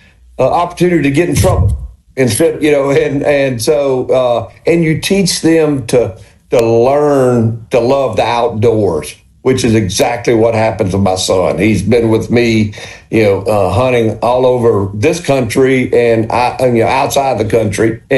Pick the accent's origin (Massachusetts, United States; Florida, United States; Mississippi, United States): Mississippi, United States; I grew up in Walthall County on a farm